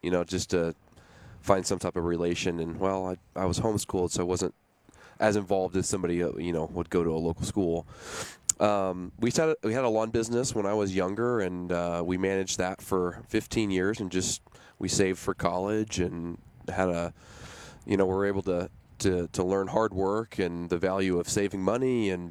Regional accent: Hastings, United States; Yeah, I'm from Hastings, and so is my wife.

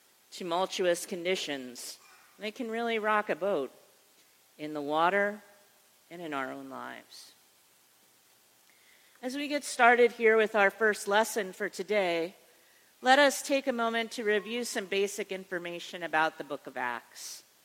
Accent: East Coast, United States; moved away; I grew up on the East Coast

